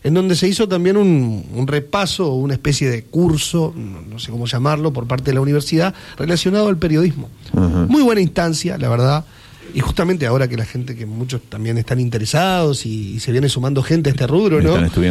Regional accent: Uruguay; yo pertenezco a esta comunidad, somos uruguayos, vamos arriba, estamos en Mundial, cuarto de final

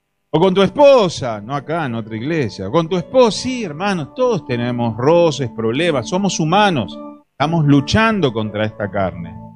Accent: Argentina; Está bien que somos argentinos y creemos que somos los mejores

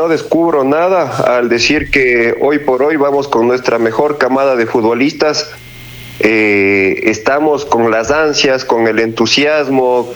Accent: Ecuador

